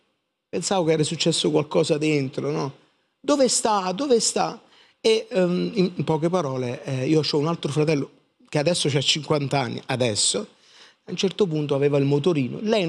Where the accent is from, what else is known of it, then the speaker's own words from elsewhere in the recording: Caivano, Campania, Italy; di dove sei? Sono del Parco Verde, sono qua, abito di fronte.